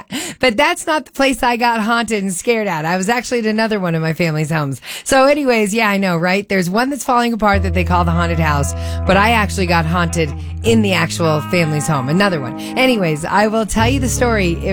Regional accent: New York, United States; moved away; my hometown, upstate New York, like my family's house is known as the haunted house in the town.

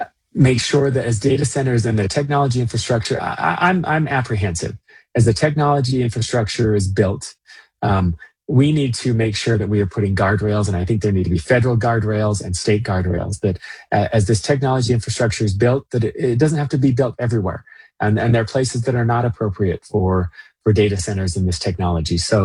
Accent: West Bountiful, Utah, United States; I grew up in West Bountiful, Utah, on the shores of the Great Salt Lake.

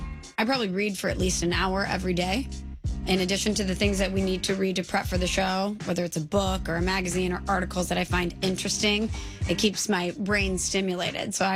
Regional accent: Illinois, United States; Maybe it's because I grew up landlocked in Illinois.

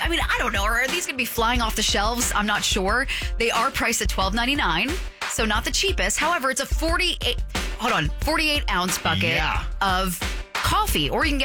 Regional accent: East Coast, United States; moved away; I'm from the East Coast

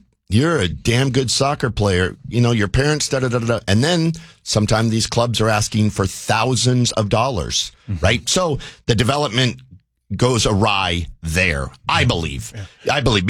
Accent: Seattle, Washington, United States; Growing up in Seattle, everyone played at age 5 and 6.

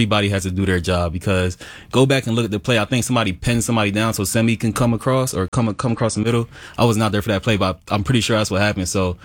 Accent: New Jersey, United States; I'm from South Jersey. I'm from 2.5 hours south.

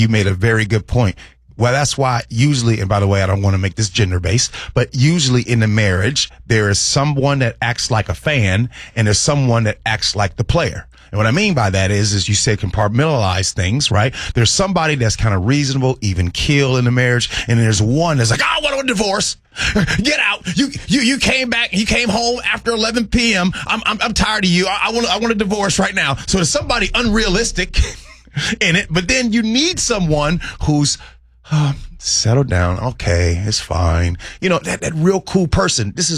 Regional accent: Chicago, Illinois, United States; I'm born and raised on the South Side.

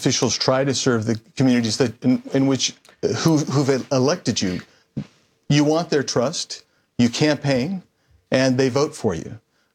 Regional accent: Southeast Valley, Arizona, United States; I come from the Southeast Valley.

